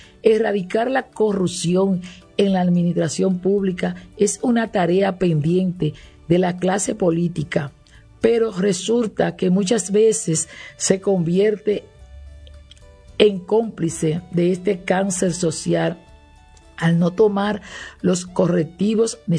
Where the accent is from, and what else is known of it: Dominican Republic